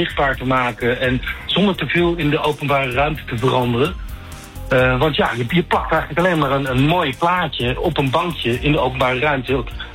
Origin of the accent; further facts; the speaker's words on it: South Holland, Netherlands; ik kom uit de Haagse regio. Ik woon tegenover de Oude Kerk.